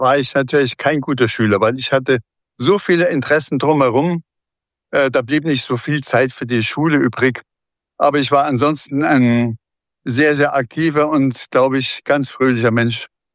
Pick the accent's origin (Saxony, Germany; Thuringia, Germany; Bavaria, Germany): Bavaria, Germany; Starnberg; also born or lived in Pullach; ich geboren, aber erst in Pullach gelebt und dann in Starnberg meine Kindheit und Jugend verbracht. Meine Heimat ist Starnberg.